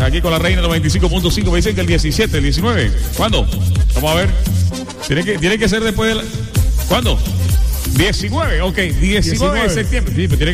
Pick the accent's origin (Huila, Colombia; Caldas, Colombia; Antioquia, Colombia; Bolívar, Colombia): Bolívar, Colombia; El Carmen de Bolívar; en mi tierra, en el Carmen de Bolívar.